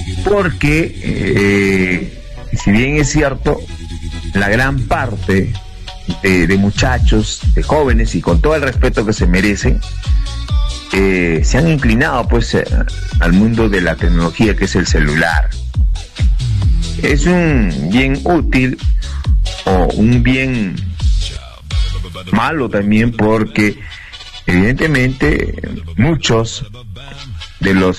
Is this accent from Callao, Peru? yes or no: no; San Isidro, La Joya district, Arequipa, Peru; porque somos de San Isidro, hemos estudiado allá en la irrigación de San Isidro, somos del colegio Héroes del Cenepa.